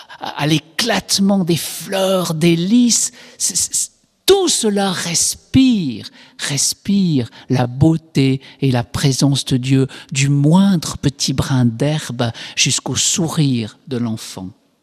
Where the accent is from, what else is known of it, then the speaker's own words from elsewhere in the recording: Switzerland; et vous savez qu'en Suisse, comme je suis suisse, hein, il est permis de faire appel à un service assisté